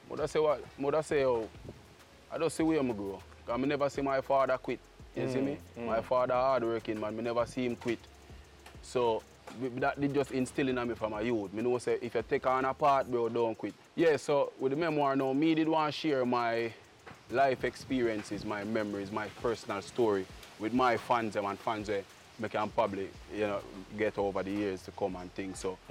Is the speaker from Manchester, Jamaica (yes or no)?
no; Saint Catherine, Jamaica; born or raised there